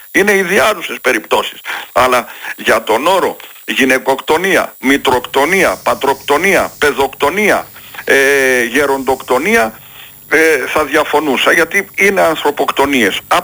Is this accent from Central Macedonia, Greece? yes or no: no; Veltsista, Epirus, Greece; born or raised there